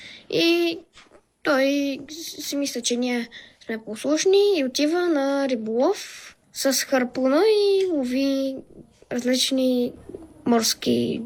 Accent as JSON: {"language": "Bulgarian", "town": "Sofia", "region": "Sofia City", "country": "Bulgaria", "said": "Да. От София сме и идваме тук цяло лято."}